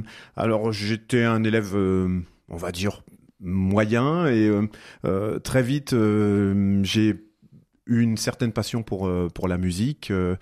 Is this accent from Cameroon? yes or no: no; Grand Est, France; also born or lived in Saint-Avold; je suis un produit 100% mosellan, né à Saint-Avold et résident pendant toute ma jeunesse dans une petite bourgade qui s'appelle Zimin